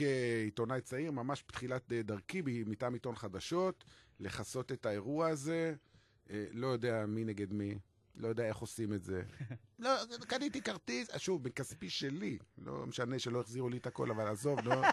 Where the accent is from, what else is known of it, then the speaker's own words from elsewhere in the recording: Beersheba, Southern District, Israel; אני מבאר שבע